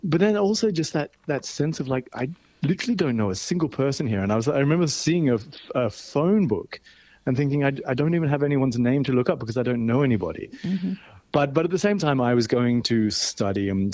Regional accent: Canberra, Australian Capital Territory, Australia; moved away as an adult; also born or lived in New York City; I was 22 years old. I grew up in Canberra. I had never left Australia, never had a passport.

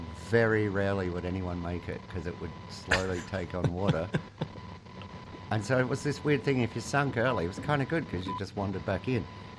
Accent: Adelaide, South Australia, Australia; See, I'm from Adelaide, so ours were called direct drinks

